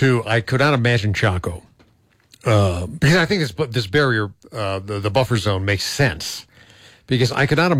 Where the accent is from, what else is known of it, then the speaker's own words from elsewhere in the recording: Cleveland, Ohio, United States; moved away; Hell, man, I'm from Cleveland, and it has deep meaning to me.